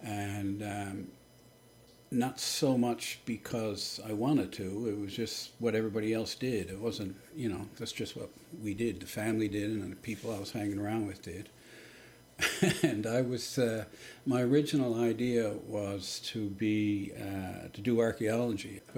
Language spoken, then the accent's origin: English; St. John's, Newfoundland and Labrador, Canada; I grew up on the west end of St. John's, just around Topsail Road.